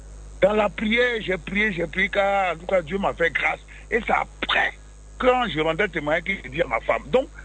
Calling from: Abidjan, Côte d’Ivoire; j'appelle d'Abidjan.

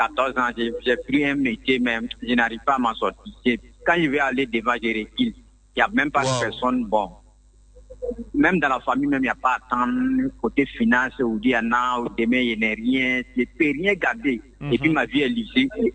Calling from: Abidjan, Côte d’Ivoire

